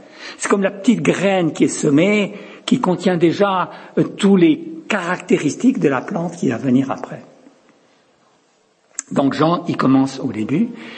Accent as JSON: {"language": "French", "town": "Lausanne", "region": "Vaud", "country": "Switzerland", "said": "Moi, je suis de Lausanne."}